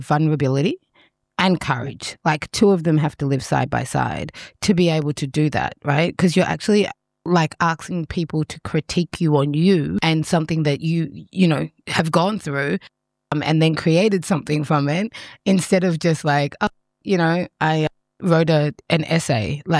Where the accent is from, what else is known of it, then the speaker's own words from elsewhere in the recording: Uganda; moved away; I'm from Uganda